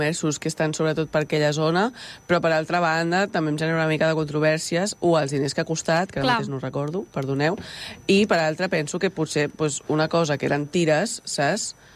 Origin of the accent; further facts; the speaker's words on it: Caldes, Catalonia, Spain; jo com a persona que sóc de Caldes no podia entrar al Parc de Can Rius